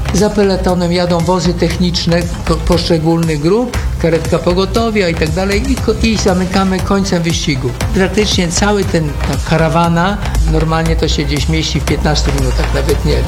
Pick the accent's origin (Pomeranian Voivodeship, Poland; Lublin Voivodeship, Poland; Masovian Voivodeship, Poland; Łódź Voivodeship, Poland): Pomeranian Voivodeship, Poland; Gostkowo; also born or lived in Kołczygłowy / Bytów; następnej mojej miejscowości, taka miejscowość Gostkowo. Ja tam chodziłem do szkoły podstawowej, tam się wychowywałem, tam spędziłem całe dzieciństwo, które pamiętam